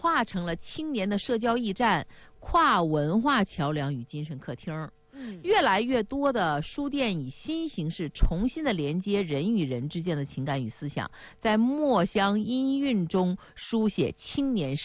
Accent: Northeast China, China; accent: Northeastern dialect; 用我们东北话

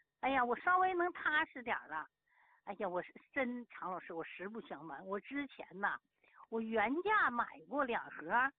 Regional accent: Heilongjiang, China; accent: Northeastern (Dongbei); moved away as an adult; now in Guangxi, China; 我老家我是东北，我是黑龙江皂源县的。

